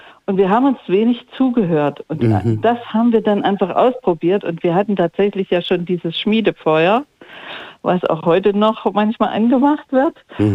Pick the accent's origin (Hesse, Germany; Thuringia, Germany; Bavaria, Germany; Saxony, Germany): Thuringia, Germany; Gotha; ich bin hier in Gotha in der Langensalzer Straße groß geworden. Mhm. Ich bin 63 Jahre und meine Vorfahren waren Schmiede.